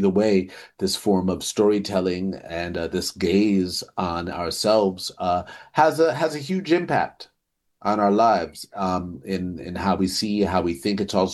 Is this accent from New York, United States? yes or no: yes; New York, United States; from theater, growing up in New York, going to plays, musicals, and you know, traditional theater.